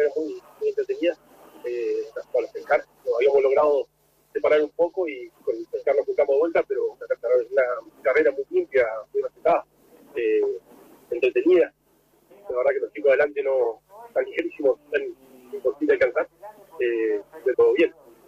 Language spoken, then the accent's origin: Spanish; Gobernador Costa, Chubut, Argentina; a toda la gente de Gobernador Costa, que es de donde yo vengo